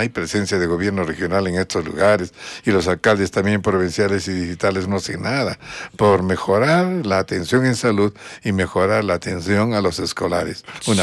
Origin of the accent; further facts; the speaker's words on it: Arequipa, Peru; nuestra región. Hablo de Arequipa, porque esto está aquí en Arequipa